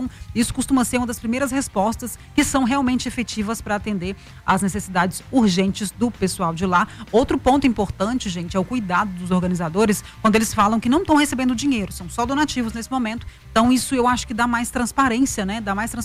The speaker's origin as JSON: {"language": "Portuguese", "town": "Patrocínio", "region": "Minas Gerais", "country": "Brazil", "tie": "born there", "said": "Uberlândia, que fica lá na minha região do Triângulo Mineiro. Eu nasci ali pertinho de Uberlândia, Uberaba, sou de Patrocínio ali."}